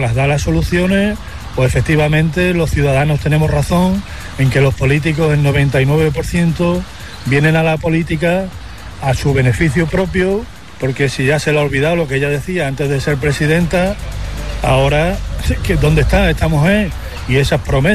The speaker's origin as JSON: {"language": "Spanish", "town": "Berlanga", "region": "Extremadura", "country": "Spain", "said": "vengo de Berlanga, estamos aquí en Mérida"}